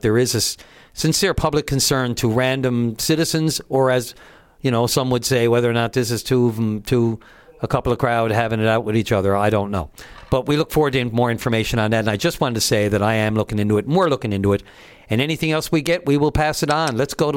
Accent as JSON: {"language": "English", "town": "St. John's", "region": "Newfoundland and Labrador", "country": "Canada", "tie": "born or raised there", "said": "I grew up in the West End of St. John's and around Topsail Road and the Cowan Avenue area."}